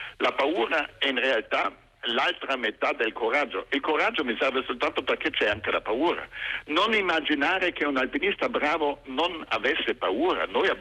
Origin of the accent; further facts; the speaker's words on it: Trentino-Alto Adige, Italy; Io sono cresciuto nel Sud Tirolo, nella mia terra natia, vicino alle Dolomiti